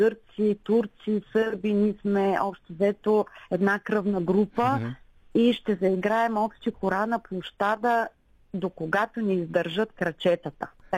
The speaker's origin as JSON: {"language": "Bulgarian", "region": "Rhodopes", "country": "Bulgaria", "said": "ние сме си родопчани"}